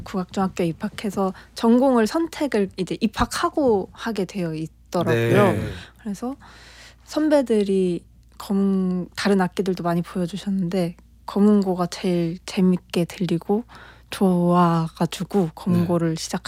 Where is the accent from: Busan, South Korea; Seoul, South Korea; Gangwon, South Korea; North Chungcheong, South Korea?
North Chungcheong, South Korea; Cheongju; moved away; 제가 원래 청주가 고향이거든요.